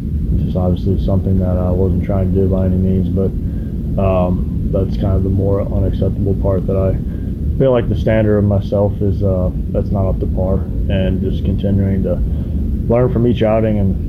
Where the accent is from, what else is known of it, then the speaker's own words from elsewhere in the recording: the South, United States; we're two dudes from the South